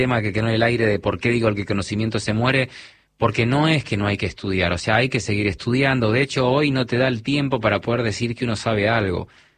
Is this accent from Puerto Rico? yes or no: no; Argentina; accent: Argentine; porque tengo algo de acento, ¿no? Pero no es muy marcado. Entonces, claro, el auto de Tesla le habla como habla un argentino típico: ah, sí, mirá, vos, viste